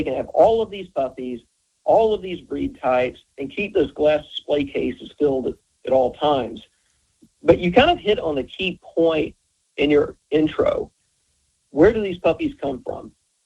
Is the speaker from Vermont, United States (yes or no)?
no; Tennessee, United States; I grew up in Tennessee. All through the South, we have very large numbers of dogs in animal shelters